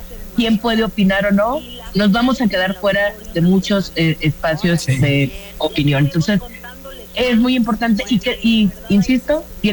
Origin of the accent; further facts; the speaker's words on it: Culiacán, Sinaloa, Mexico; Yo soy de Culiacán, pero nosotros decimos frontera completa. Frontera con Sonora y Sonora frontera con Phoenix, frontera nosotros.